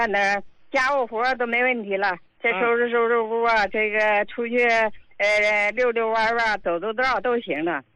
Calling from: Harbin, Heilongjiang, China; 我是哈尔滨的患者。

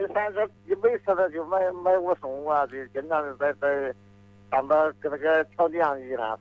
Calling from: Zhongxiang, Hubei, China; 我是那个中乡市丰乐镇东城的

